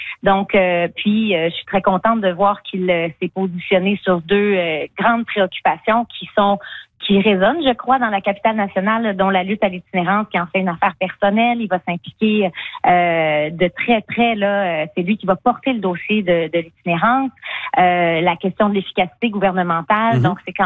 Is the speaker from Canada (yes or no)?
yes; Quebec, Canada; Moi, j'ai étudié à l'Université Laval, j'ai fait mon bac là, puis on est beaucoup de Gaspésiens, en fait, à s'être installés même.